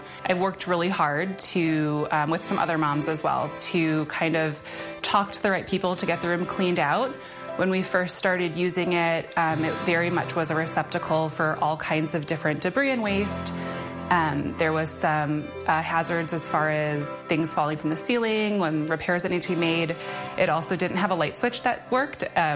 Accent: Chicago, Illinois, United States; I'm from Chicago, and I'm a mom and a Chicago police officer.

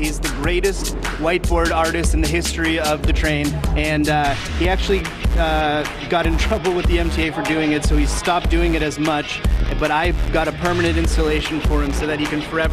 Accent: New York, United States; as any New Yorker

